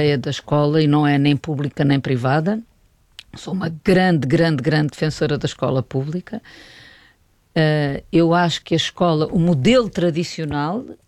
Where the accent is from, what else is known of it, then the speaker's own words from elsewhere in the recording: Portugal; Toda a experiência que eu tinha tido crescendo em Portugal não era possível para o Tomás.